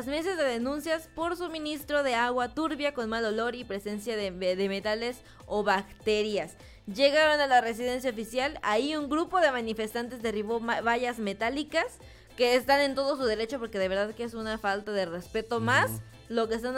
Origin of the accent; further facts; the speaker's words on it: Michoacán, Mexico; now in Zamora, Mexico; nosotros qué nos interesa si somos de Michoacán